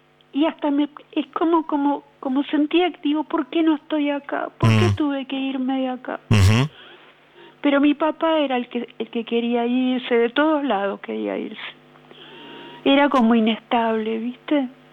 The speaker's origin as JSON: {"language": "Spanish", "region": "Buenos Aires", "country": "Argentina", "tie": "born or raised there", "said": "Yo tenía 1 año, o sea que no sé nada. Nací en Núñez, mis padres vinieron conmigo a Belgrano al año que nací."}